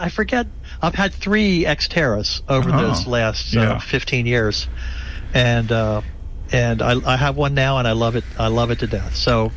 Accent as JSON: {"language": "English", "town": "Bethesda", "region": "Maryland", "country": "United States", "said": "I'm from Bethesda, Maryland. We never check the oil."}